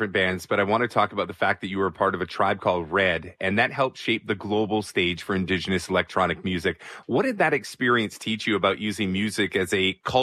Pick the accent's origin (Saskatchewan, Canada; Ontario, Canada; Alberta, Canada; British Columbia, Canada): Ontario, Canada; Scarborough; I grew up in Scarborough, so I grew up in the era of … a lot of like dance hall underground parties and basements